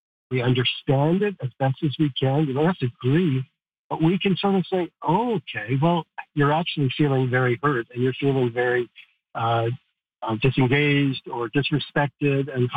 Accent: Toronto, Ontario, Canada; moved away as an adult; also born or lived in Calgary, Alberta / northern Alberta; now in Chetwynd, Canada; I grew up around Toronto. I experienced diversity. I came to Chetwynd

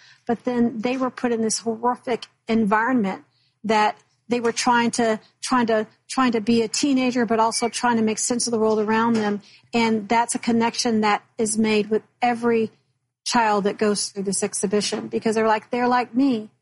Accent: Houston, Texas, United States; I grew up in Houston, Texas, and I read the diary in middle school.

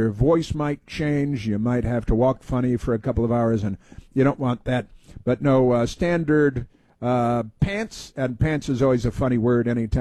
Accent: Chicago, Illinois, United States; born or raised there

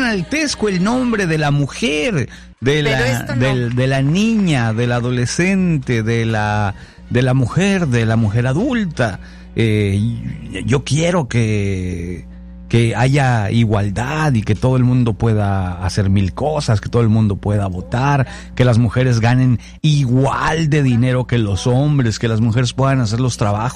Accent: Mexico; para nosotros somos de México, ¿no?

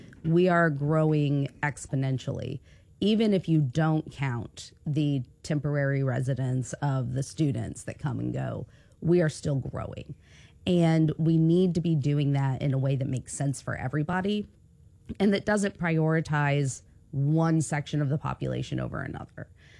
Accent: Springfield, Missouri, United States; I'm initially from Springfield, Missouri.

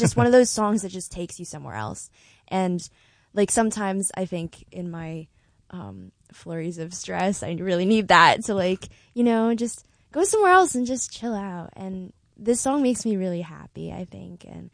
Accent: Long Island, New York, United States; I'm from Long Island, by the way.

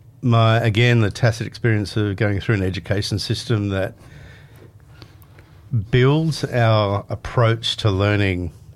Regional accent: Mullumbimby, New South Wales, Australia; I am from Mullum.

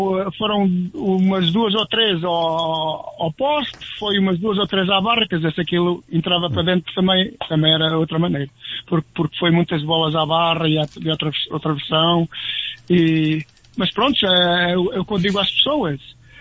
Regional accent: Portugal; moved away; quem vem de Portugal aqui, então somos portugueses.

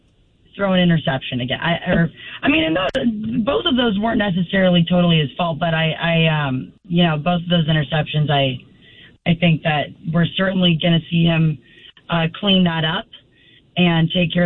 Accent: California, United States; now in Las Vegas, United States; growing up in California

